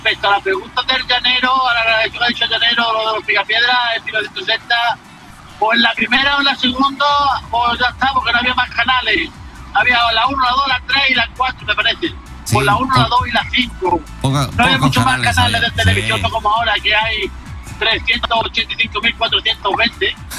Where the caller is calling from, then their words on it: England, United Kingdom; desde Tierra Inglesa.